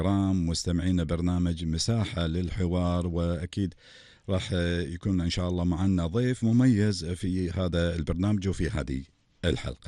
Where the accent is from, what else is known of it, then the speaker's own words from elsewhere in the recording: Kuwait; عندنا بديرتنا الحبيبة الكويت